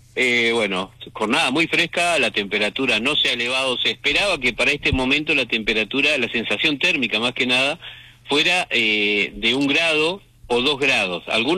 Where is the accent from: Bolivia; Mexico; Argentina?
Argentina